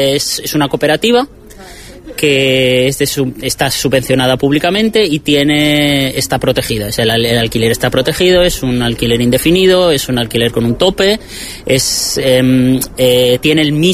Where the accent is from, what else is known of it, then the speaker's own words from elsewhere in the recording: Puertollano, Castilla-La Mancha, Spain; moved away as an adult; Pues soy de Puerto Llano, de Ciudad Real, y vine, pues, la verdad es que un poco a la aventura.